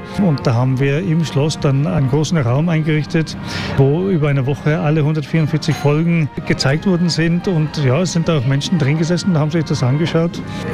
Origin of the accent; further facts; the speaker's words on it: Bedford, East of England, United Kingdom; German is a second language; now in Austria; Aus Bedford, das liegt so 50 Kilometer nördlich von London.